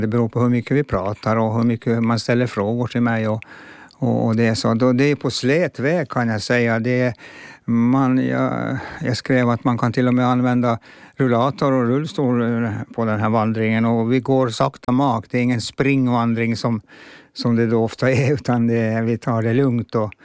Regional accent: Finnby, Åland Islands; first language Finnish; Swedish is a second language; båda från, uppvuxna i Finnby

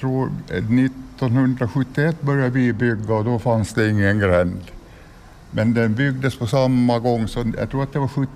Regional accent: Sweden; jag växte upp på Västra Splanadgatan 11

